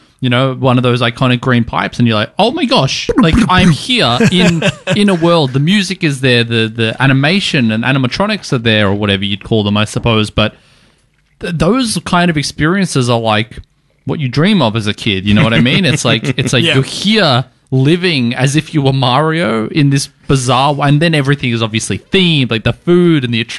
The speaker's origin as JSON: {"language": "English", "country": "Australia", "said": "especially as an Australian"}